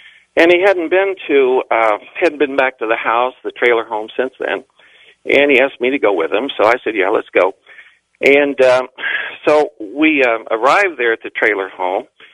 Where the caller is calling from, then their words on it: Kansas City, Missouri, United States; calling from Kansas City, Missouri, 77 Talk Radio.